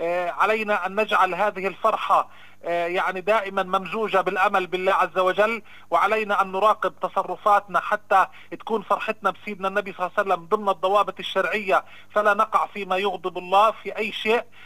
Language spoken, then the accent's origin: Arabic; Nablus, Nablus Governorate, Palestine; أنا بحيي مدينتي محافظتي نابلس